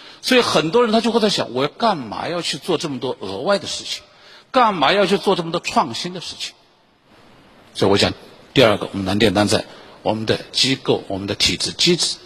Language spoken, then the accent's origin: Chinese; Hunan, China; moved away; 我小的时候在湖南乡下